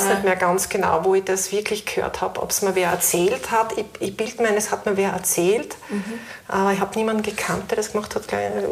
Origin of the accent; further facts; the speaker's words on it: Fehring, Styria, Austria; Also, eigentlich komme ich aus der Oststeiermark. Ich bin in Fähring aufgewachsen und dann meine Schulstationen in Fürstenfeld und Feldbach.